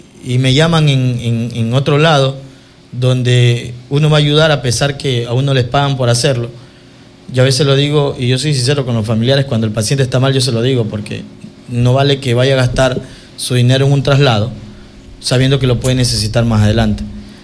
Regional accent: Quevedo, Los Ríos, Ecuador; born or raised there

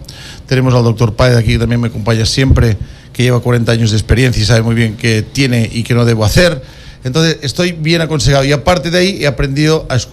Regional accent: Quevedo, Los Ríos, Ecuador; Spanish is a second language; A ver, claro, son 18 años y lo que pasa es que hay muchas veces que yo pienso que el castellano no es mi primer idioma.

